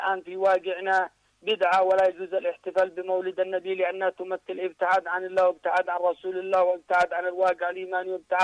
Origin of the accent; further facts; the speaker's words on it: Yemen; ونحن كشعب يمني